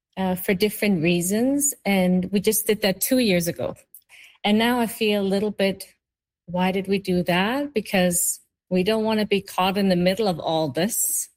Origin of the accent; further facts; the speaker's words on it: Greenland; now in Canada; Yes, I am an immigrant from Kalaallit Nunaat, from Denmark.